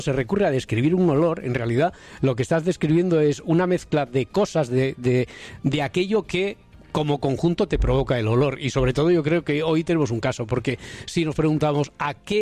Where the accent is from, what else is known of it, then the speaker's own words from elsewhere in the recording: Cerdanyola del Vallès, Catalonia, Spain; also born or lived in Barcelona; yo de pequeño vivía en Barcelona ciudad. No sé a qué olía el otoño. Yeah. En Barcelona, no recuerdo, no tengo. En cambio, cuando a los 9 años me fui a vivir al Vallés, a Sardañola, y Sardañola sobre todo era más pueblo que ciudad